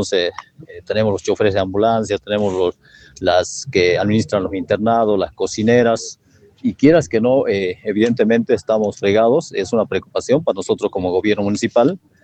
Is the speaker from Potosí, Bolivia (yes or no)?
no; Yunchará, Tarija, Bolivia; prácticamente me crié toda mi vida en Yunchará, estudié ahí y me crié